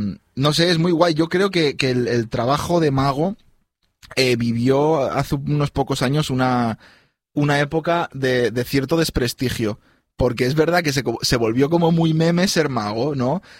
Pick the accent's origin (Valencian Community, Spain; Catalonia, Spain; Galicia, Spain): Valencian Community, Spain; Benicarló; Yo soy de Benicarló